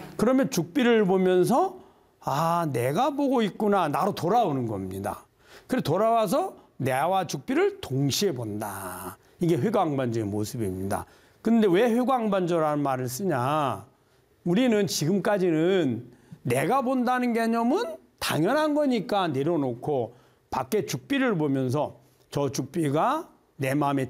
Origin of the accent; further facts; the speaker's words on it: Gyeongsang, South Korea; accent: Gyeongsang dialect; 저 우리 경상도 사투리가 섞여 있습니다.